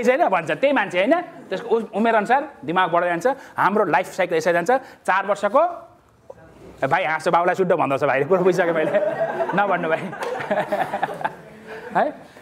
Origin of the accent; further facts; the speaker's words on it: Damak, Koshi Province, Nepal; म त हिन्दू हुन्छ चर्चलाई पनि डोनेसन दिएको ज्योति चर्च भन्ने थियो हाम्रो दमकमा मुस्लिमको मस्जिद पनि थियो मेरो घर छेउमै पर्छ